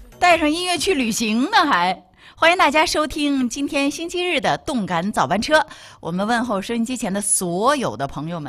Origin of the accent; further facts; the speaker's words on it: Hebei, China; accent: Hebei dialect; now in Liaoning, China; 我们河北基本上大部分地区都管昨天叫列哥。